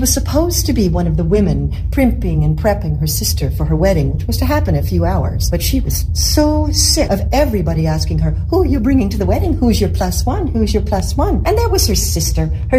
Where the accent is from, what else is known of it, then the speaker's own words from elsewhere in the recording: British Columbia, Canada; I'm from Vancouver Island, Canada.